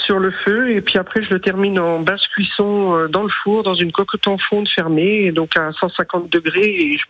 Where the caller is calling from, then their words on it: Corberon, Bourgogne-Franche-Comté, France; De Corberon.